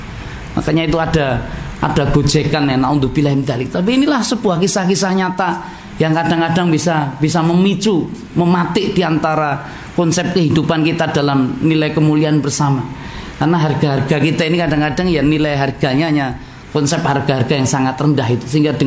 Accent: Papua, Indonesia; karena kebetulan saya ini orang Papua dan seterusnya

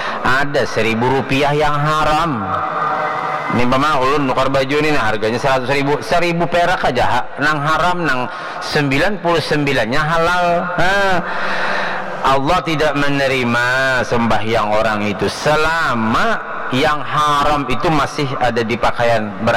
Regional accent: Lubakung, Indonesia; Saya masa kecil di Lubakung. Lubakung tuh banyak buah.

